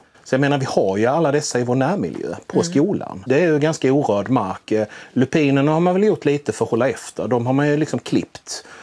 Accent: Blekinge, Sweden; Jag brukar säga liksom att jag är född i det. Jag är lantbrukarson från Blekinge.

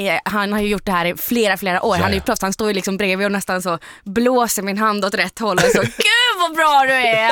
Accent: Norrbotten County, Sweden; Alltså jag är en by 2 mil utanför Luleå. Så jag är liksom verkligen uppväxt bredvid en grisfarm. Alltså jag är verkligen byabarn. Och sen så råkar det bli så här. Ni hör ju min dialekt.

